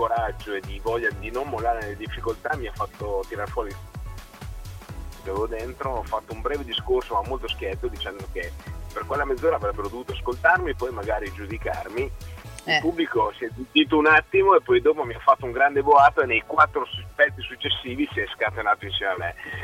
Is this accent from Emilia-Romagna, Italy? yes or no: yes; Emilia-Romagna, Italy; Mamma e papà erano grandi appassionati di musica, fondarono una delle prime balere dalle nostre parti qua in Emilia. E io e Luciano siamo cresciuti proprio da piccolissimi